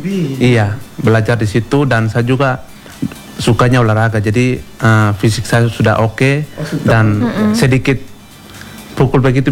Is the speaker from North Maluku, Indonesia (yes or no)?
no; Highland Papua, Indonesia; now in Flores, Indonesia; Saya lebih khususnya di Papua Pegunungan